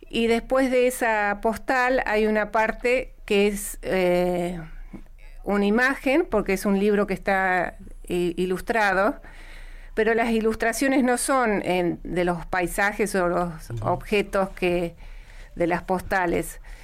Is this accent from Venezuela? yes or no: no; Río Gallegos, Santa Cruz, Argentina; moved away; la Patagonia, así que yo me he sentido siempre patagónica, criada con el viento, con el frío